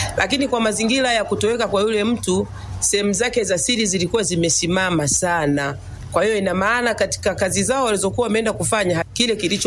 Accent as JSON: {"language": "Swahili", "town": "Bunda", "region": "Mara", "country": "Tanzania", "said": "natoka kata ya Bunda mjini, mtaa wa Nyerere."}